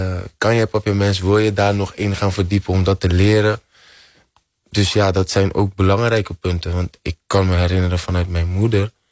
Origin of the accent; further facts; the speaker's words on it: Curaçao; zit ik nu als een man met ik ben trots dat ik van Curaçao kom.